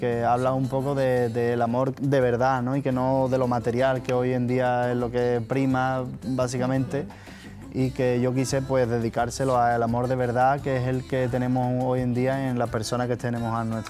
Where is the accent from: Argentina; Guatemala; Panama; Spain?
Spain; Andalusia; moved away; invitar a varios artistas de allí, de mi tierra